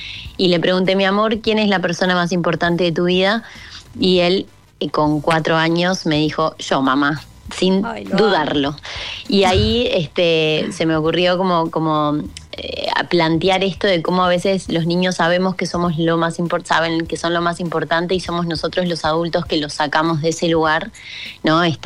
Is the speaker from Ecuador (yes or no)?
no; Uruguay; also born or lived in Argentina; yo mis dos maestrías en especialista en niños y en adolescentes las hice allá en Buenos Aires, así que soy mitad uruguaya, mitad argentina.